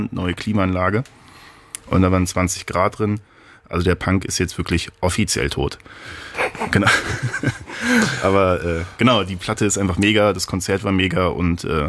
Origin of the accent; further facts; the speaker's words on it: Lippstadt, North Rhine-Westphalia, Germany; Und ich habe ÖPNV in meiner Heimatstadt Lippstadt veranstaltet, in einem Waschsalon.